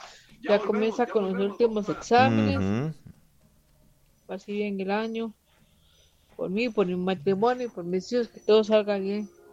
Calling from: Pérez Zeledón, San José, Costa Rica; aquí de Pérez León.

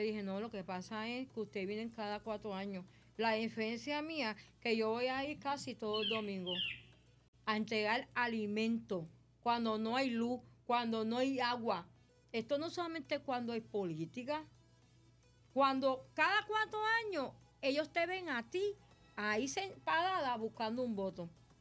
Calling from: Cataño, Puerto Rico; Hacía tiempo que no vean una cosa así en mi pueblo de Cataño.

